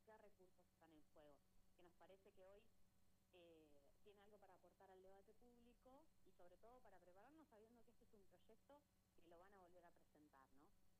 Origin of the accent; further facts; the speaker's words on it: Argentina; posicionarnos como argentinos y argentinas